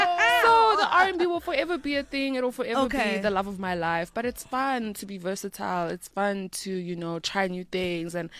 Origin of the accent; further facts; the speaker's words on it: South Africa; I mean, I'm from South Africa, guys. This is the dance capital